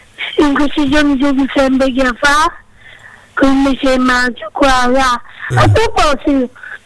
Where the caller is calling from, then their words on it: Rossano, Calabria, Italy; Sono di Rossano